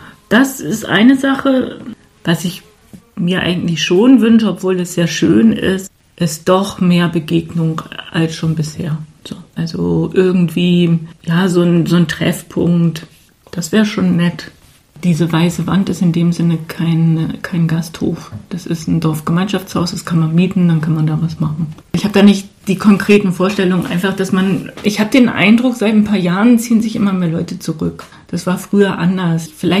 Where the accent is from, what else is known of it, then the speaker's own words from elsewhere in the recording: Lower Saxony, Germany; born there; Und geboren bin ich in Ostfriesland.